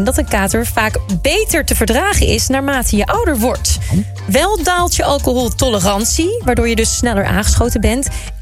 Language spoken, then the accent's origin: Dutch; Harlingen, Friesland, Netherlands; tijdens de Tall Ship Races in Harlingen. Oh. Waar ik vandaan kom.